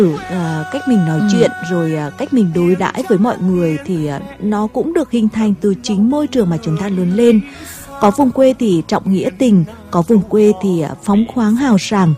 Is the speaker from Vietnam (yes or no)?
yes; Nghệ An, Vietnam; người Nghệ An mình